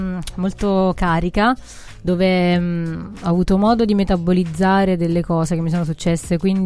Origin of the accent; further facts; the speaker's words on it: Caserta, Campania, Italy; now in Milan, Italy; sono di Caserta.